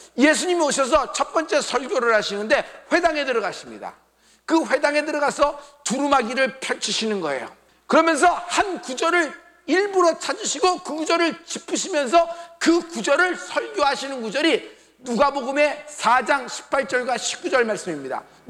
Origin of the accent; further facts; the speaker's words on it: South Korea; 그러면 나는 한국인입니다. 난 유대인이 아니에요.